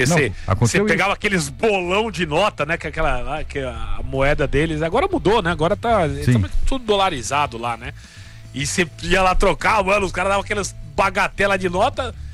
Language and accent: Portuguese; Brazil; Nunca fui maltratado em Buenos Aires porque eu sou brasileiro